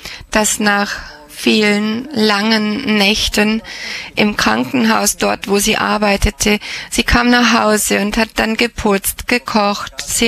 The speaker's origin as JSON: {"language": "German", "country": "Croatia", "said": "ich bin Kroate und bin 23 Jahre alt."}